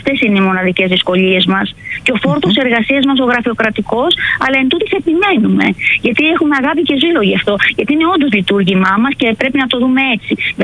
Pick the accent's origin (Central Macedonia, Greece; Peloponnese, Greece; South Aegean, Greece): Peloponnese, Greece; now in Agathonisi, Greece; Είναι Αργολίδας, την πανέμορφη κοιλάδα Αργολίδας, και ήρθα εδώ, αλλά και εδώ είναι ένα πανέμορφο νησί.